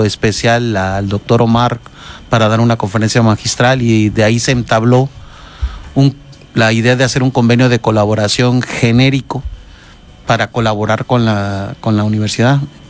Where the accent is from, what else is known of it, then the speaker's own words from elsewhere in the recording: Veracruz, Mexico; now in Cuernavaca, Mexico; aunque yo vivo en Cuernavaca, soy de Veracruz